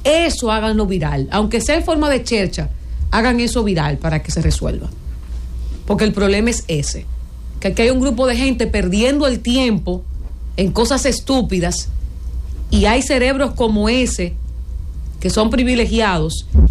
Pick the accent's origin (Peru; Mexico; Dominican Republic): Dominican Republic; yo soy una dominicana hasta la tambora y amo este país con locura.